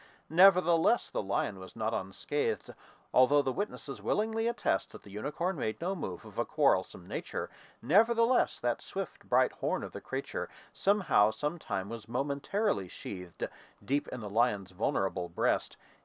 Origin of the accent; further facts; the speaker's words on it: Texas, United States; as a Texan